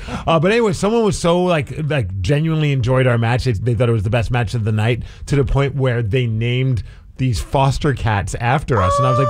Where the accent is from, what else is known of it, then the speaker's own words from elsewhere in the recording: Puyallup, Washington, United States; In my hometown of Puyallup, Washington